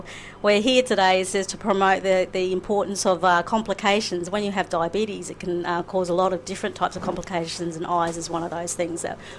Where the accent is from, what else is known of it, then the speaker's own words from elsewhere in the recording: Queensland, Australia; I'm from Queensland